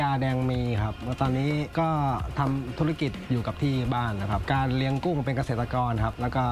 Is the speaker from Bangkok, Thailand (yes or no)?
no; Bang Pakong District, Chachoengsao, Thailand; ที่อำเภอบางปะกงครับ